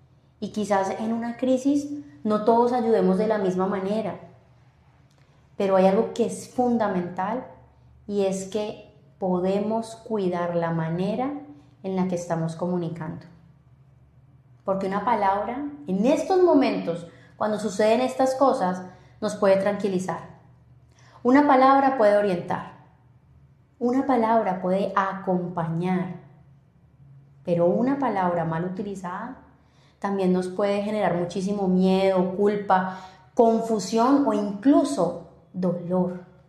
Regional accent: Colombia; en mi país estamos viviendo una crisis que nos ha tocado profundamente el corazón y especialmente a los caleños.

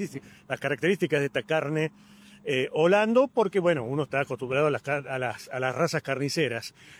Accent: Entre Ríos, Argentina; nosotros somos de Entre Ríos.

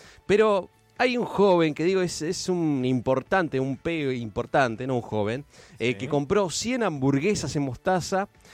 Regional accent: Argentina; Somos así los argentinos.

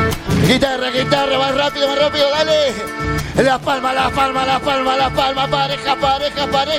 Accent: Santiago del Estero, Argentina; Venimos de Santiago del Estero

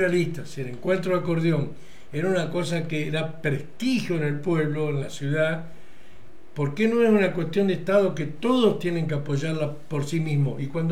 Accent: Diamante, Entre Ríos, Argentina; soy de Diamante, estoy en Roma

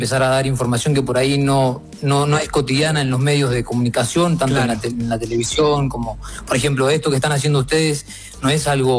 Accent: Buenos Aires, Argentina; De Argentina, Buenos Aires.

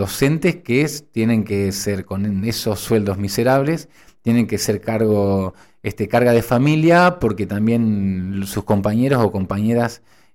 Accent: Entre Ríos, Argentina; yo soy de Isla del Ibicuí

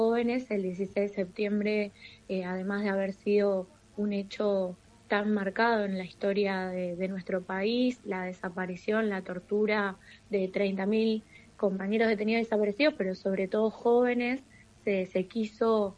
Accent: Argentina; ¿Quién en la Argentina no quiere vivir mejor? Y a mí me pasa como joven argentina

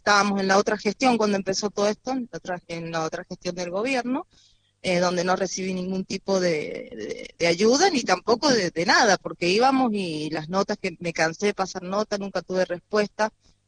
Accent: Mendoza, Argentina; now in San Luis, Argentina; Yo soy de Mendoza, hace 24 años que estoy acá en San Luis.

